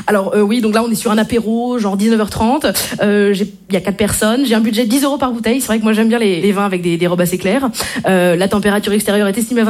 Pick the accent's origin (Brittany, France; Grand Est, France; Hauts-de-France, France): Brittany, France; je suis bretonne et je ne bois pas d'alcool.